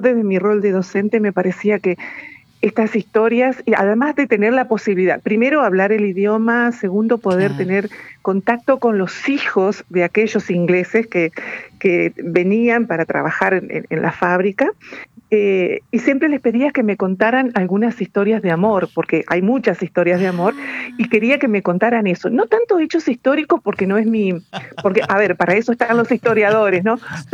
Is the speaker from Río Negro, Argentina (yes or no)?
no; Santa Elena, Entre Ríos, Argentina; sobre todo en mi pueblo, en Santa Elena